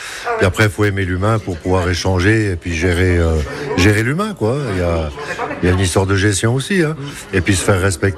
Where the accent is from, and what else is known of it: Étuz, Bourgogne-Franche-Comté, France; born there